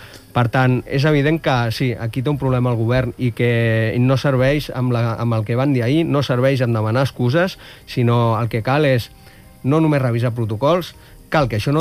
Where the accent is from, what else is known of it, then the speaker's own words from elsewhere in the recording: Sant Andreu de la Barca, Catalonia, Spain; avui que hi ha tanta gent del Baix Obregat a la taula, jo també soc fill de Sandro la Barca